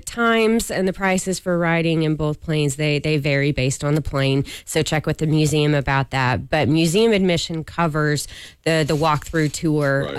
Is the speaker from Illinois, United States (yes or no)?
yes; Illinois, United States; moved away; my hometown in Illinois